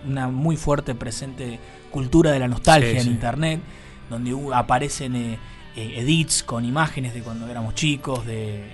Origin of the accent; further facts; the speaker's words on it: Argentina; como somos los argentinos